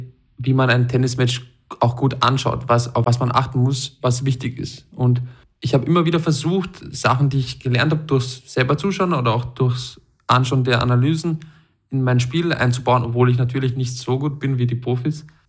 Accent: Austria; die ja eigentlich dich und auch mich irgendwo repräsentiert als Österreicher

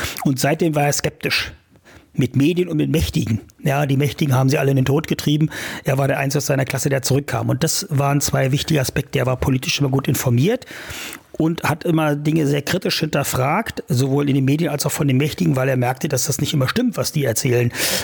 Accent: Saxony-Anhalt, Germany; Ich bin ja in der Altmark geboren und groß geworden. Ich hatte eine wunderschöne Kindheit und Jugend.

